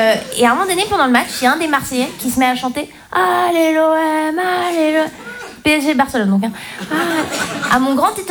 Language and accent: French; Switzerland; Moi, je suis Suisse. Et moi, c'est Et donc, comme je viens pas d'ici